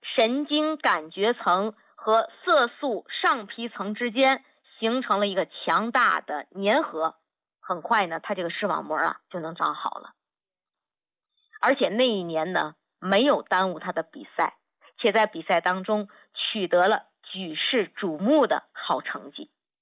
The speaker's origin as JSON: {"language": "Chinese", "country": "China", "said": "因为我们中国人的食疗讲究的是以形补形，吃肝补肝"}